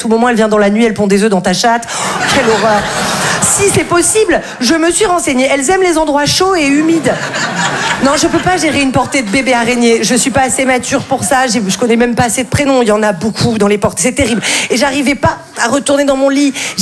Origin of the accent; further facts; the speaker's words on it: Val-de-Blore, Provence-Alpes-Côte d'Azur, France; parce que moi, je viens d'un tout petit village qui s'appelle Val-de-Blore. C'est sublime, mais alors, il faut pas du tout se faire mal là-bas